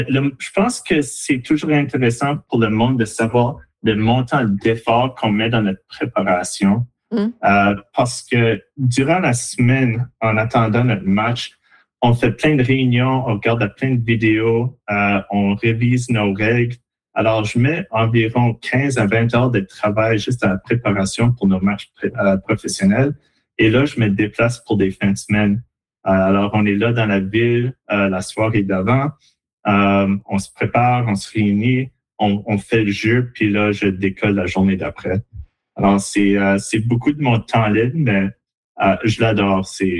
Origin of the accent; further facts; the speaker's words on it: Saskatchewan, Canada; now in New Brunswick, Canada; Alors, comme vous avez dit, j'ai grandi à Saskatchewan.